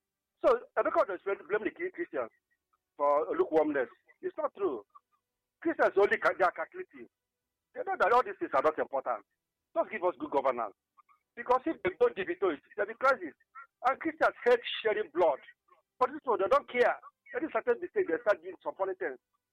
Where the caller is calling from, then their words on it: Obuka, Anambra, Nigeria; I'm calling from Obuka in Anambra State.